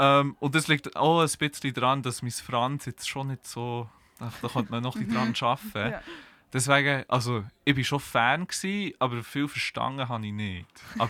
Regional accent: Bern, Switzerland; deswegen komme ich sogar extra aus Bern daher.

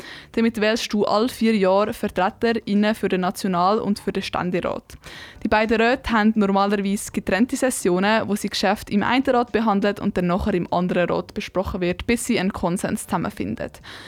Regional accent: Switzerland

